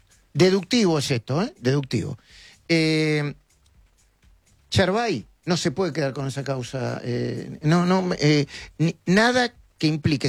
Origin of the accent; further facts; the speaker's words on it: Argentina; somos periodistas de la Argentina.